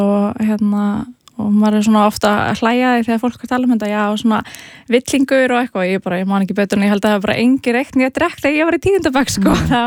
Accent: Reykjavík, Capital Region, Iceland; Herra, ég ólst upp í Breiðholti og var í Hólabrekkskóla og flutti hana í hérna, Gaggó í Fossvoginn

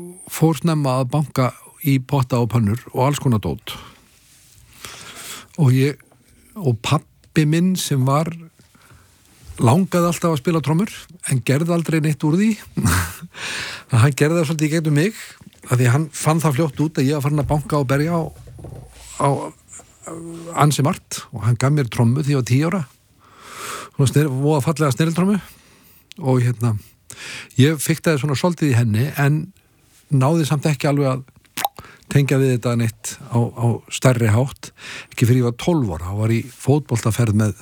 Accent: Kópavogur, Capital Region, Iceland; also born or lived in New York; Já, já, ég elst upp í Kópavogur.

